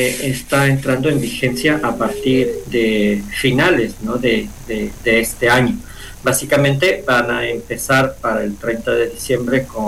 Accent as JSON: {"language": "Spanish", "country": "Ecuador", "said": "a nosotros como ecuatorianos, al estar aquí"}